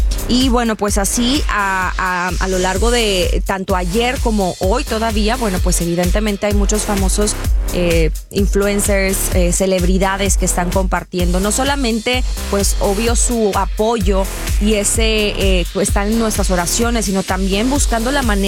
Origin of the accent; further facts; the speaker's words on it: Mexico; yo creo que como mexicanos también demostramos de lo que estamos hechos